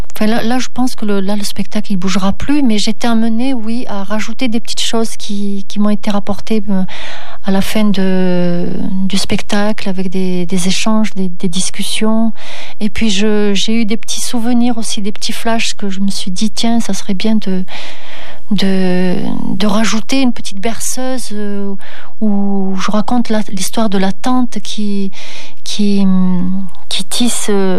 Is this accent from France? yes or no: yes; France; Donc on est français, on est intégré